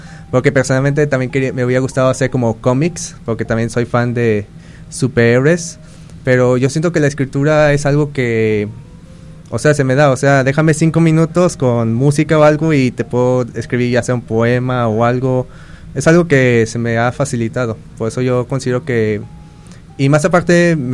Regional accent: Guadalajara, Jalisco, Mexico; born there; also born or lived in United States; now in Bahía de Banderas, Mexico; He venido de muchas partes. Por ejemplo, nací en Guadalajara. Después me vine a Estados Unidos. Viví un tiempo en Ahuachitlán y ya tengo mis años en Bahía de Banderas.

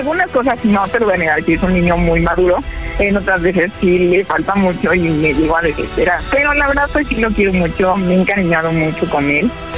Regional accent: Mexico City, Mexico; now in Mérida, Mexico; Tengo 35 años. Yo soy de la Ciudad de México, pero por cuestión de trabajo, ando en Mérida.

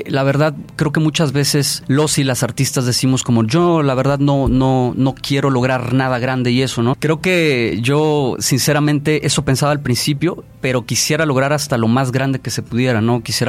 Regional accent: Tepic, Nayarit, Mexico; Yo soy originario de aquí, de Tepic, Nayarit, pero mi padre es japonés. Entonces ahí se armó la mezcla Japomex.

